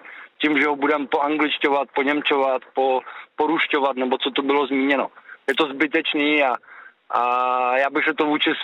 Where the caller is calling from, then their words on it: Prachatice, South Bohemian Region, Czechia; Já jsem z Prachatická.